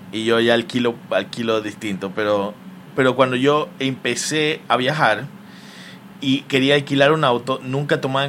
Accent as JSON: {"language": "Spanish", "country": "Ecuador", "said": "¿A dónde puedo viajar siendo ecuatoriano?"}